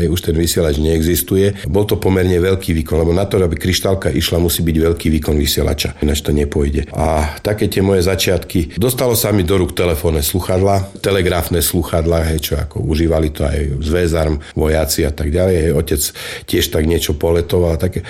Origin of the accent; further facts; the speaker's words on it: eastern Slovakia, Slovakia; Z východného Slovenska mali zobrať 30 žiakov. No a prišiel som na skúšky, z východu nás zostalo 30.